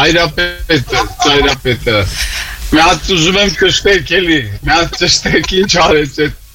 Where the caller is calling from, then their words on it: United States; Կներեք, Ամերիկայից եմ անհանգստացնում ձեզի։